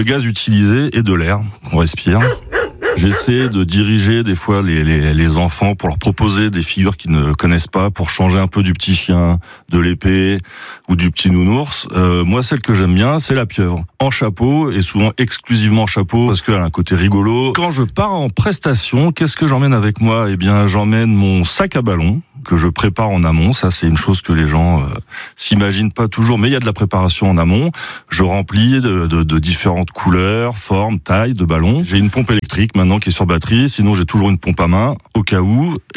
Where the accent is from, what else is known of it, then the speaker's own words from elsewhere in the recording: Île-de-France, France; born there; moved away as an adult; now in Le Mans, France; j'ai 49 ans, je suis né en région parisienne dans le 92 et j'habite au Mans depuis environ 4 ans maintenant.